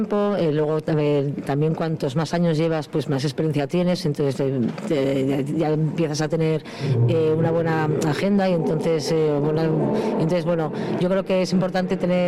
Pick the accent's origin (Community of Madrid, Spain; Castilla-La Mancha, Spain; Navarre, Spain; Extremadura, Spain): Community of Madrid, Spain; Madrid; Pues mira, yo vengo de Madrid